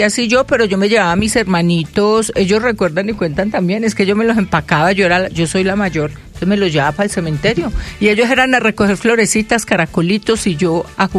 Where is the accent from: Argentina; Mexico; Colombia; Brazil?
Colombia; Sevilla, Valle del Cauca; De Sevilla Valle, yo soy de pueblo, pueblo.